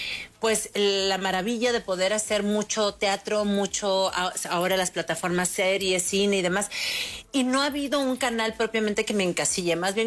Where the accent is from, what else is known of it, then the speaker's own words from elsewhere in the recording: Sonora, Mexico; Yo soy de Sonora, estados vecinos